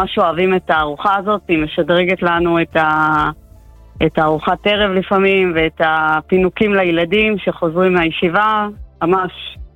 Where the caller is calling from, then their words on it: Petah Tikva, Central District, Israel; פתח תקווה.